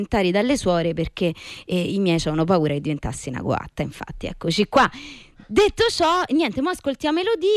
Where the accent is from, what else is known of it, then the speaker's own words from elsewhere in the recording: Rome, Lazio, Italy; e io sono di Dure Vecchia, quindi capito